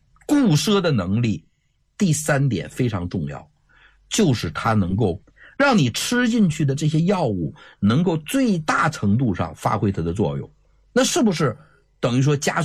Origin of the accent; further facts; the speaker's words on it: China; 我们中国人